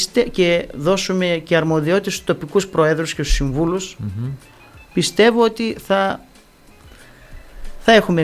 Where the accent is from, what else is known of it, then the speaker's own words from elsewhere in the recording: Lagos, Eastern Macedonia and Thrace, Greece; ο πανέμορφο χωριό είναι το χωριό μου